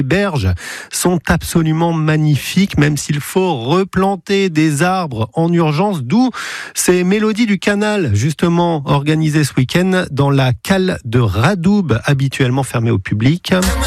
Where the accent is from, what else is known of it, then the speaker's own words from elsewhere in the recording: Toulouse, Occitanie, France; Ouais, il commence bien chez nous à Toulouse